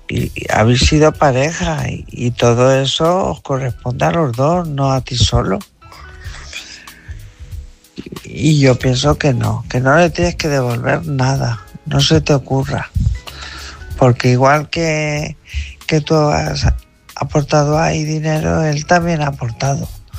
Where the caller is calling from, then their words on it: Alicante, Valencian Community, Spain; soy de Alicante.